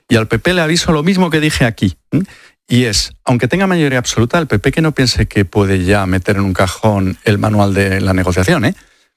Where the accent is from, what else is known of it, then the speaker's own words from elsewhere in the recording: Andalusia, Spain; Y ya que soy andaluz, oye, lo aprovecho. Si estuviera en Guecho o en Vigo, pues no podría, pero ahora si soy andaluz, ejerzo.